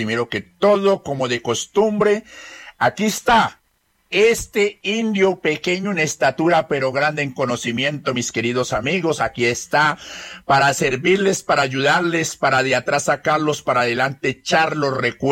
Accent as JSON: {"language": "Spanish", "region": "Putumayo", "country": "Colombia", "said": "esta emisora llega hasta acá, mi tierra, acá el Putumayo."}